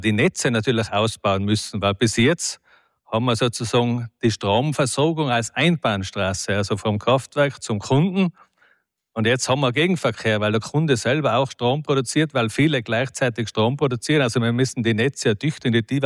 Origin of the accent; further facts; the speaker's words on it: Tyrol, Austria; Ich komme aus dem Zillertal. Das Wasser im Zillertal gehört auch nicht dem Zillertal